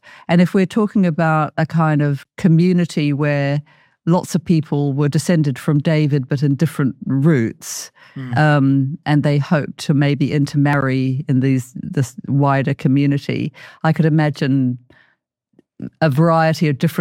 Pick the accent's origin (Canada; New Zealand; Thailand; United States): New Zealand; particularly, you know, I'm from New Zealand, in Māori culture